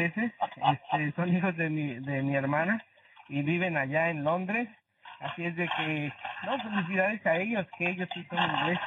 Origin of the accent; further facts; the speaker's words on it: Mexico; como buen mexicano, antes nos íbamos con Brasil